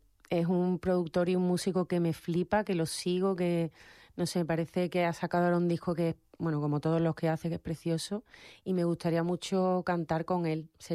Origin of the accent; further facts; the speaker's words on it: Córdoba, Andalusia, Spain; yo soy de Córdoba, el flamenco ha estado presente en nuestras vidas desde pequeño